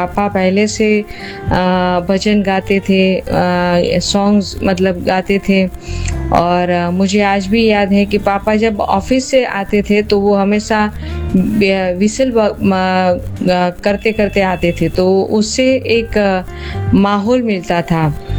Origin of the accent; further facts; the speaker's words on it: Surat, Gujarat, India; मैं सूरत गुजरात से हूँ।